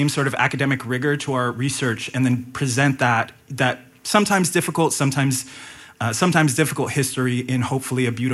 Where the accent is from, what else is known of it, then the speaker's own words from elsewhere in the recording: Honolulu, Hawaii, United States; Honolulu, Hawaii.